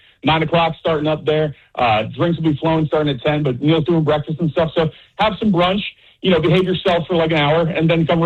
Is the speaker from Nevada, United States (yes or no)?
no; Philadelphia, Pennsylvania, United States; I grew up in Philly, diehard Eagles fan.